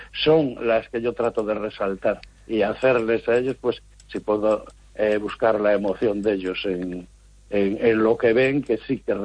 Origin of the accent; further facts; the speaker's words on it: Galicia, Spain; Yo, como soy del sur, del Baixo Miño